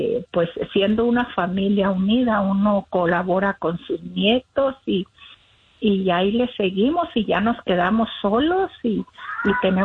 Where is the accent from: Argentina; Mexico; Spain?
Mexico; Chihuahua; also born or lived in Los Angeles; now in Denver, United States